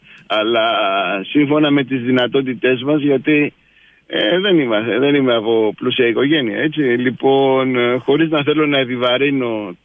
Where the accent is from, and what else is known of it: Greece